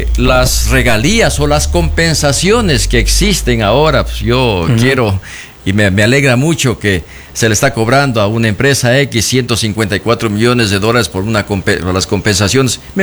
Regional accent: Los Encuentros, Zamora-Chinchipe, Ecuador; yo soy de Los Encuentros, tengo una propiedad acá

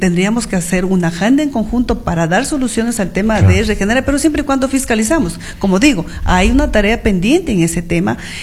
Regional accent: Loja, Ecuador; lo que tiene nuestra tierra, lo que tiene Loja

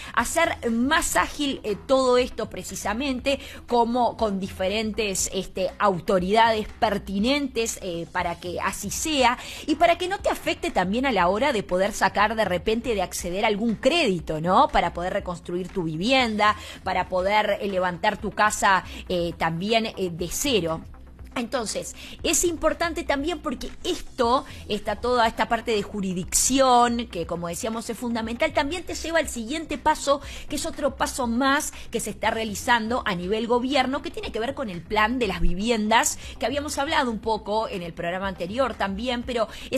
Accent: Venezuela; Pero uno como habitante, en este caso como venezolano, como venezolana, es primordial

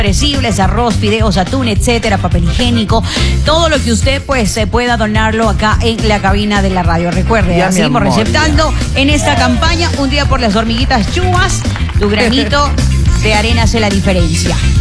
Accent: Cuenca, Azuay, Ecuador; Así somos los cuencanos, solidarios de corazón

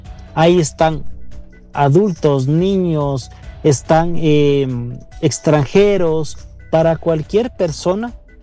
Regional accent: Ecuador; por qué tenemos como ecuatorianos o como actores viales estas protecciones.

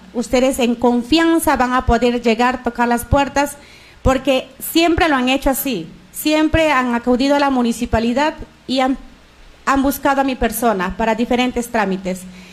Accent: Amazonas, Peru; mi gente de Mariscal Benavides

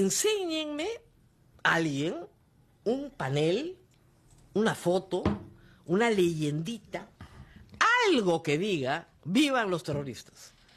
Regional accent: Peru; me considero muy peruana

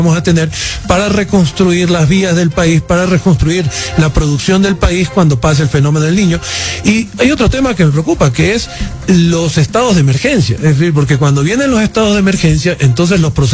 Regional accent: Ecuador; la factura la vamos a pagar todos los ecuatorianos

